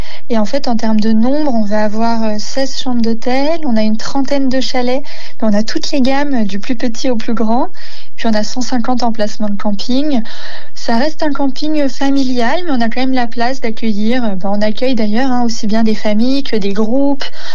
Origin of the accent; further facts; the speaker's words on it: Occitanie, France; il y a très peu de voitures chez nous en Lozère